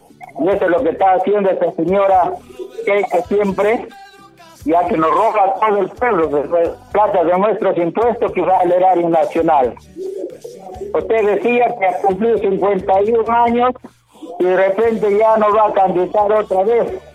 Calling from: Chimbote, Ancash, Peru; mi saludo al pueblo ancashino y peruano. Y hablo desde Chimbote

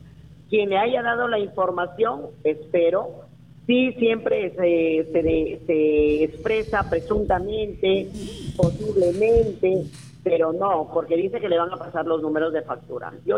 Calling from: Olmos, Lambayeque, Peru; yo como olmana

